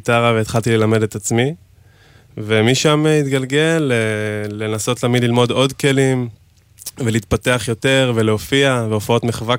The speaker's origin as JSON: {"language": "Hebrew", "town": "Binyamina", "region": "Haifa District", "country": "Israel", "lives_now": "Tel Aviv, Israel", "said": "בן 24, כרגע מתל אביב, מוזיקאי. בשנה האחרונה עובד על אלבום ראשון שיצא לפני שבוע. במקור אני מבנימינה."}